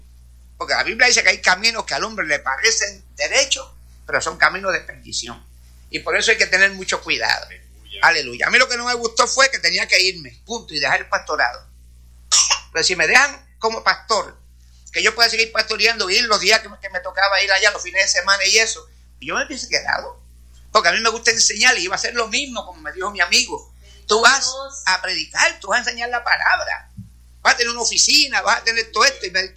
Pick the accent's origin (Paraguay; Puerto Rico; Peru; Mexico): Puerto Rico; Corozal; Yo fui el único del barrio Abras de Corozal que era cristiano.